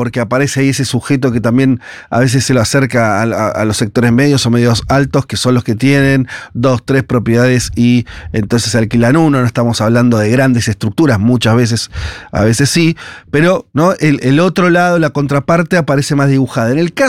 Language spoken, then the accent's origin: Spanish; Argentina